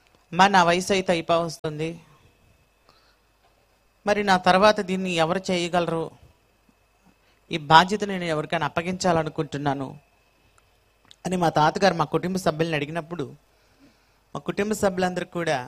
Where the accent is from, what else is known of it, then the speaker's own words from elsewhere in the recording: Andhra Pradesh, India; మాది గుంటూరు జిల్లా, ఇప్పుడు విభాగించబడి పల్నాడు జిల్లాగా ఉన్నటువంటి జిల్లాలో గురజాల అనేటువంటి ప్రాంతంలో నేను సేవ చేస్తున్నాను.